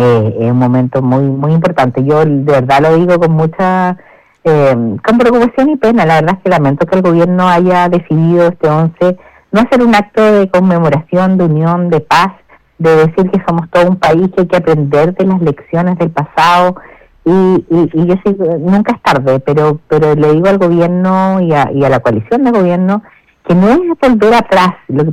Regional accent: Chile; somos todos chilenos

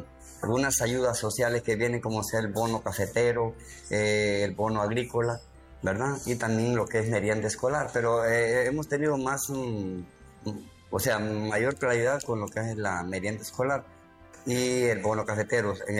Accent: Morazán, Yoro, Honduras

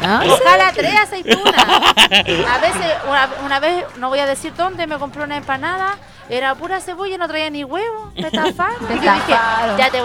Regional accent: Chile; Porque somos chilenos todo el año.

